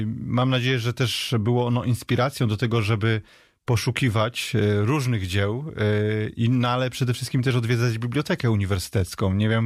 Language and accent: Polish; Bystrzyca Kłodzka, Lower Silesian Voivodeship, Poland; born there; ja jestem urodzony w Bystrzycy Kłodzkiej